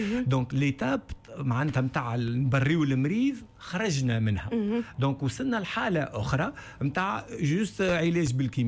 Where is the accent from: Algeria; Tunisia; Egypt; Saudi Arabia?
Tunisia